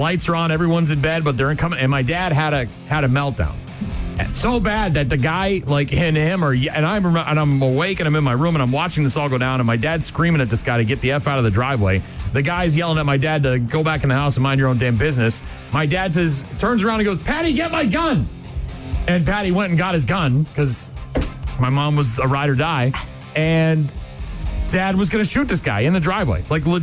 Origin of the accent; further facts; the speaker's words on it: Nashua, New Hampshire, United States; when my parents first bought our home that I grew up in on Syracuse Road in Nashua, New Hampshire